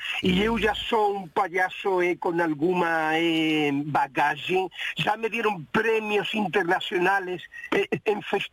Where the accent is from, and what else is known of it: Cádiz, Andalusia, Spain; Portuguese is a second language